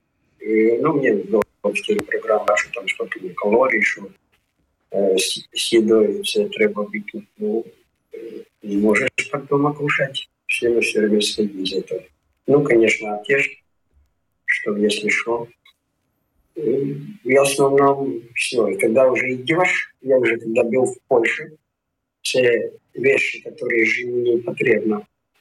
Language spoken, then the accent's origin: Ukrainian; Latvia; Я як сам з Латвії